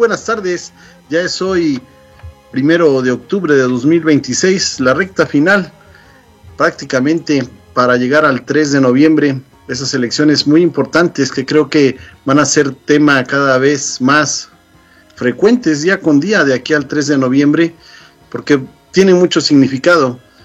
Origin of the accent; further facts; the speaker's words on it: Mexico; now in United States; como un grupo étnico como somos nosotros, la comunidad hispana, la comunidad latina, la comunidad mexicana.